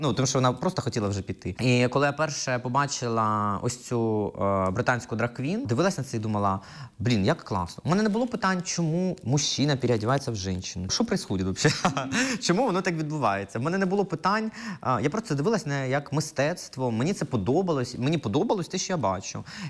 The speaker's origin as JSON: {"language": "Ukrainian", "town": "Kropyvnytskyi", "region": "Kirovohrad Oblast", "country": "Ukraine", "tie": "born or raised there", "moved": "yes", "said": "я з Кропивницького."}